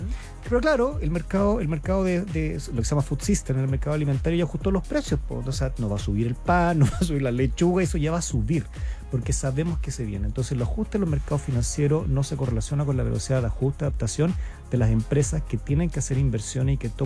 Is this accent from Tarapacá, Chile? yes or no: yes; Iquique, Tarapacá, Chile; yo soy de Iquique